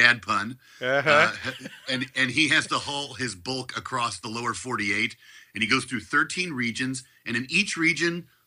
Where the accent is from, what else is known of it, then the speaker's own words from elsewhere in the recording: Midwest, United States; the Great Rivers and the Great Lakes region, sort of where I and you are from, along the Mississippi River Valley.